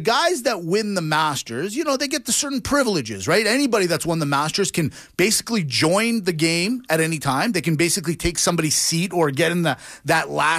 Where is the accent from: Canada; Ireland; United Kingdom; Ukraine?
Canada; we might be two Greek guys, but we're proudly Canadian. Let's make that sure here.